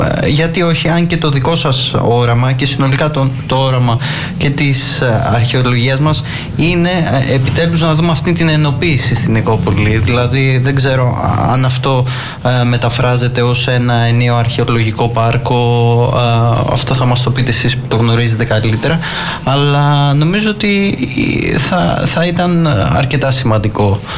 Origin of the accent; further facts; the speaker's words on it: Kryopigi, Epirus, Greece; εγώ έλεγα την καταγωγή μου από την Κρυοπηγή